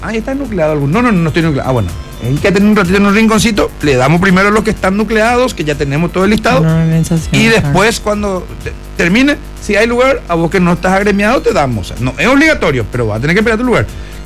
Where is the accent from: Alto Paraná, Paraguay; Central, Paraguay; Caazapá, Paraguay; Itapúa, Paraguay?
Central, Paraguay; Luque; entre nosotros nos pasa siempre a los luqueños.